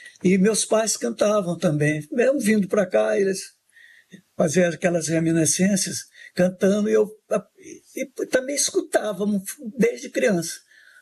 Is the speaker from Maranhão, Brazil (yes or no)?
yes; Rosário, Maranhão, Brazil; born there; Ouvia porque eu nasci em Rosário, que é uma cidade que onde nasceu o Bumba Boi